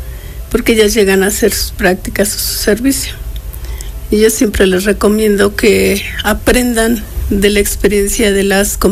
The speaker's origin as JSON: {"language": "Spanish", "region": "Puebla", "country": "Mexico", "said": "No, soy poblana."}